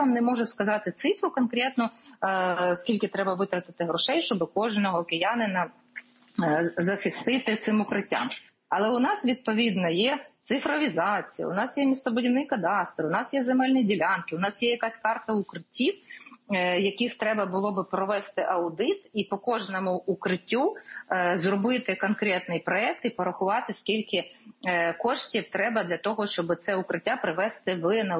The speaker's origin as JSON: {"language": "Ukrainian", "region": "Kyiv", "country": "Ukraine", "said": "як киянка, як українка"}